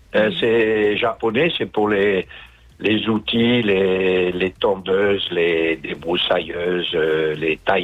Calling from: Nouméa, South Province, New Caledonia; Oui, je suis à Nouméa, voilà.

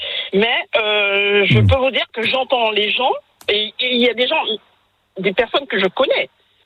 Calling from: France; Je suis française.

